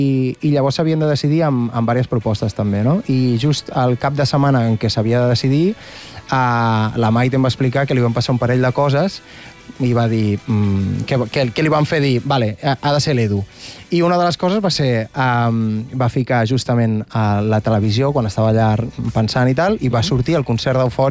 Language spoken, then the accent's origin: Catalan; Badalona, Catalonia, Spain; jo també soc de Badalona